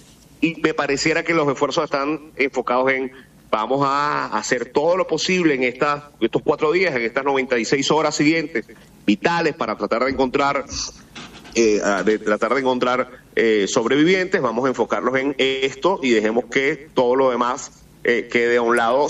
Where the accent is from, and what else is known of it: Venezuela; born or raised there